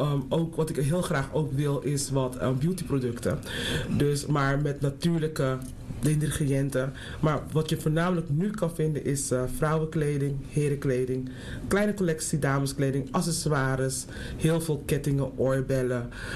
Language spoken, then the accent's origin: Dutch; Amsterdam, North Holland, Netherlands; Ik kom zelf uit Amsterdam-Oost.